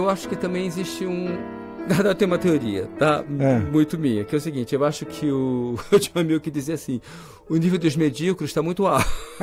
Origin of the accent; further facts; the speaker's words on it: Rio de Janeiro, Brazil; Eu sou do Rio.